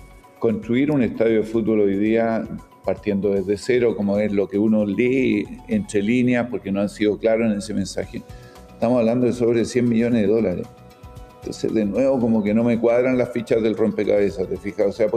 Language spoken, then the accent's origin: Spanish; Antofagasta, Chile; yo soy de Antofagasta.